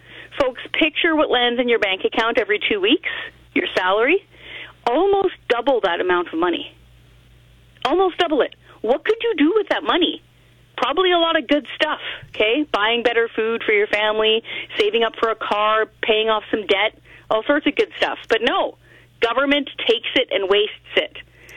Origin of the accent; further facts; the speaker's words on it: Canada; I'm Canadian.